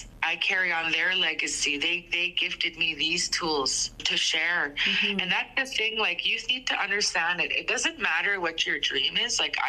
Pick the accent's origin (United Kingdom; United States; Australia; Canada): Canada; Lutselk'e, Northwest Territories; moved away; I grew up communally in Lutsoke, and every house that you went to always had beading or sewing on the table. Lutsoke is a very isolated community